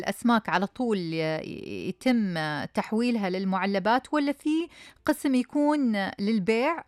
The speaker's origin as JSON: {"language": "Arabic", "region": "Eastern Province", "country": "Saudi Arabia", "said": "الهامور اللي عندنا في الشرقية في السعودية،"}